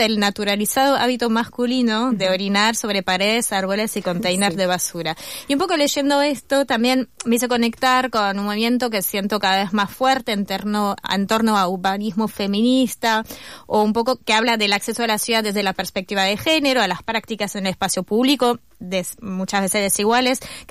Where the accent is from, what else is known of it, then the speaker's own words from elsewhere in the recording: Paris, Île-de-France, France; now in Buenos Aires, Argentina; las dos somos de París, más, uh-huh. más o menos, París y alrededores.